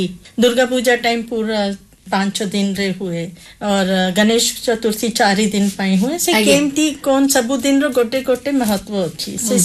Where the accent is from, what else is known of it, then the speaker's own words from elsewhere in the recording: Charbatia, Odisha, India; also born or lived in Delhi / Mumbai / Punjab; ମୋର ଜନ୍ମ ହେଇଥିଲା ଦିଲ୍ଲୀରେ, କିନ୍ତୁ ବାପା ଏୟାରଫୋର୍ସରେ ଥିଲା ବେଳେ ବହୁତ ମାନେ ମୁମ୍ବାଇ, ଦିଲ୍ଲୀ, ପଞ୍ଜାବ ବୁଲିଥିଲି। ମୁଁ ଛୋଟ ଥିଲି, 1971ରେ ବାପା ଏୟାରଫୋର୍ସ ଛାଡ଼ିକି ଏଆରସି ଚାରବାଟିଆ ଏଠି ଜଏନ୍ କରିଲେ।